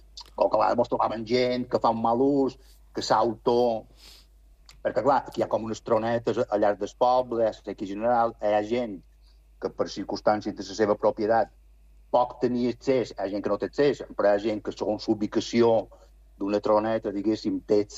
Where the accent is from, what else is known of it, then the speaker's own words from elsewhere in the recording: Alaró, Balearic Islands, Spain; tinc ja 63 anys i he nascut a l'Heroi